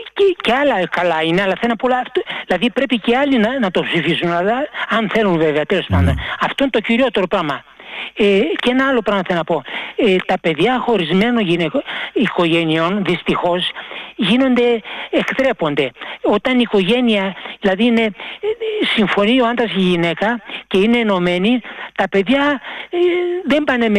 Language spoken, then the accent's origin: Greek; Glyfada, Attica, Greece; από τη Γλυφάδα.